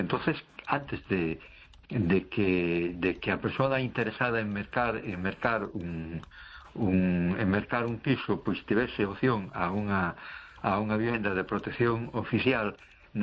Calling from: A Coruña, Galicia, Spain; de Coruña.

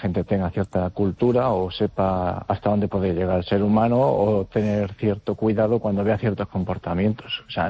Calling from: Vigo, Galicia, Spain

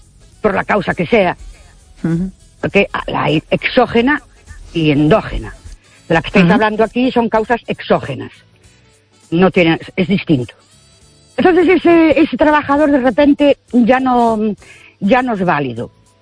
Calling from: Ourense, Galicia, Spain; de Orense.

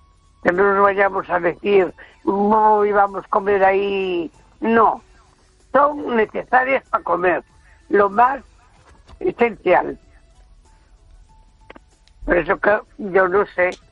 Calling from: A Coruña, Galicia, Spain; de Coruña.

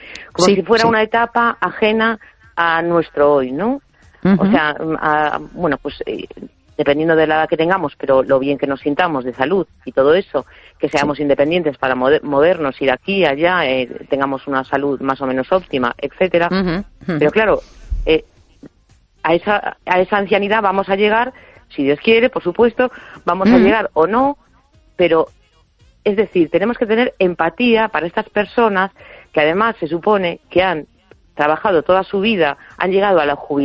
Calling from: A Coruña, Galicia, Spain; de La Coruña.

